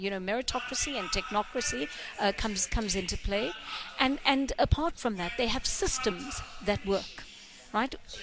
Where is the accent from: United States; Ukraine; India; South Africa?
South Africa; as a South African citizen